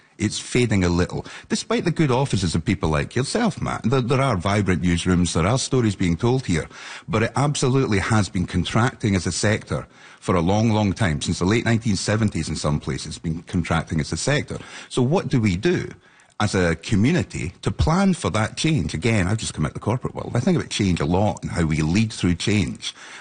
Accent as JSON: {"language": "English", "town": "Dundee", "region": "Scotland", "country": "United Kingdom", "moved": "yes", "lives_now": "London, Canada", "said": "So you hear my accent. I'm from Dundee in East Central Scotland, and I recognize London, Ontario. It's almost home. I live here. I've lived here a long time now."}